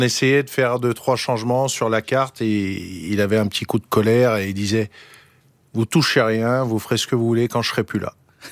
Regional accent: Lyon, Auvergne-Rhône-Alpes, France; Moi, je suis lyonnais.

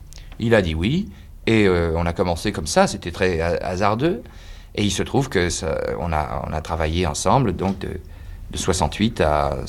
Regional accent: Paris, Île-de-France, France; Nous ne nous connaissions pas, lui venait de Nancy, moi je venais de Paris.

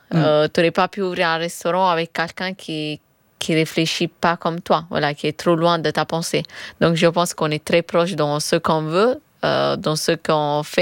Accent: Naples, Campania, Italy; moved away; Chez nous, à Naples

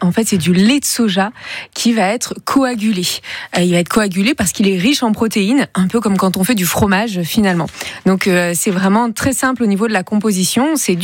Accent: France; en tant que Français

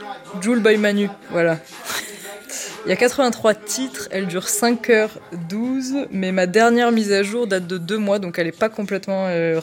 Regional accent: La Ciotat, Provence-Alpes-Côte d'Azur, France; Je suis originaire des Bouches-du-Rhône, La Ciotat plus précisément, pas très loin de Marseille.

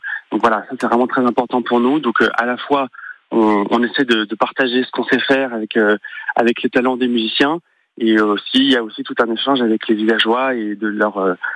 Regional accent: Corsica, France

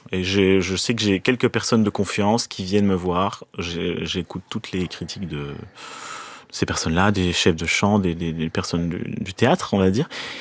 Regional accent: France; je suis français

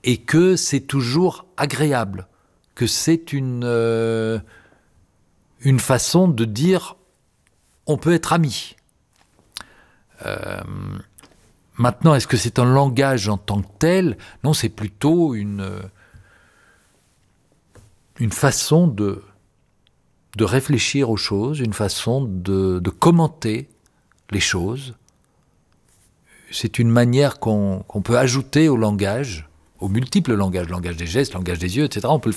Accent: France

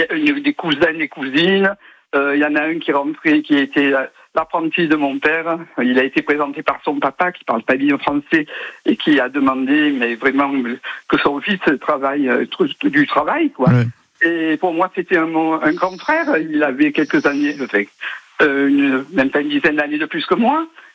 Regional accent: Marseille, Provence-Alpes-Côte d'Azur, France; Eh bien, je suis marseillaise de naissance. Oui. Je suis née dans le centre-ville.

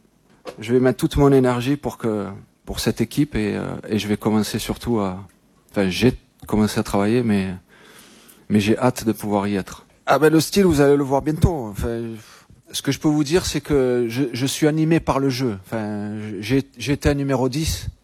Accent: France; toutes ces personnes qui ont œuvré à ce qu'on puisse gagner cette Coupe du Monde chez nous en France.

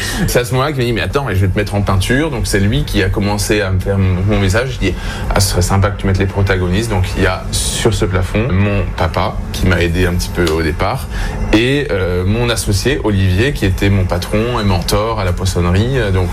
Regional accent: Provence-Alpes-Côte d'Azur, France; Alors oui, j'en ai deux, parce que donc moi je suis originaire de Provence, on est au pied du Mont Ventoux

